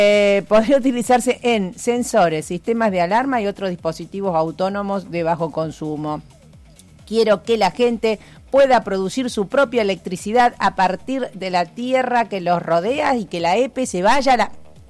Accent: Argentina

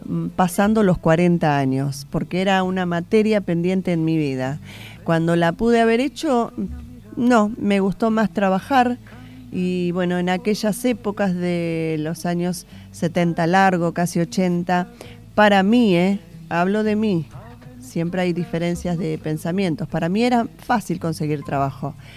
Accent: Argentina; Nuestros argentinos exiliados.

